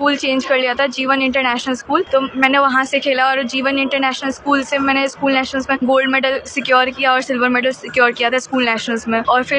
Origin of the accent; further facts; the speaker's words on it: Motihari, Bihar, India; मैं बिहार में मोतिहारी से हूँ